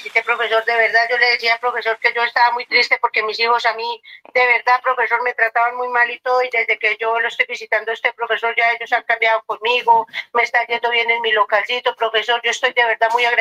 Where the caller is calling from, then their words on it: Sogamoso, Boyacá, Colombia; Estoy llamando acá desde Sogamoso, Boyacá